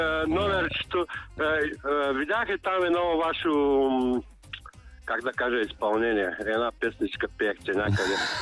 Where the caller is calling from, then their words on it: Ruse Province, Bulgaria; аз съм от Русенско